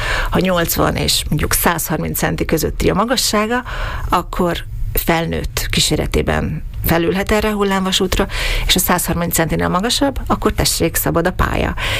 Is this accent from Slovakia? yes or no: yes; Southern Slovakia, Slovakia; now in Austria